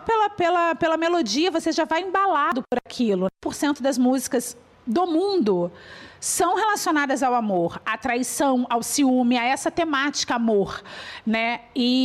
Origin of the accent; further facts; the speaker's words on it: Volta Redonda, Rio de Janeiro, Brazil; que o rádio era muito forte, eu sou de Volta Redonda. Então eu ouvi muito rádio na vida.